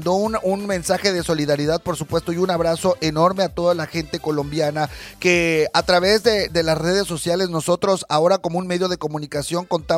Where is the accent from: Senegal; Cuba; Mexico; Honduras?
Mexico